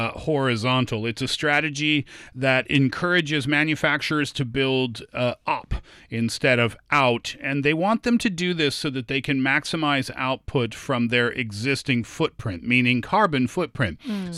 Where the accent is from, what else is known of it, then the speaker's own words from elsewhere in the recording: Canada; I'm Canadian.